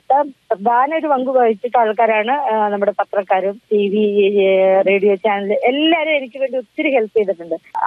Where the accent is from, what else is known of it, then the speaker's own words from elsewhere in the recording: Rajakkad, Kerala, India; born there; ഞാൻ സ്പോർട്സിലേക്ക് വന്നത് ഇടുക്കി രാജക്കാടിന് കൊച്ചുമുല്ലക്കാട് എന്ന് പറഞ്ഞ സ്ഥലത്തു നിന്നാണ് വന്നത്. അവിടെ രാജക്കാട് ഗവൺമെന്റ് സ്കൂളിൽ പഠിക്കുന്ന സമയത്താണ് ഞാൻ സ്പോർട്സിലേക്ക് വന്നത്.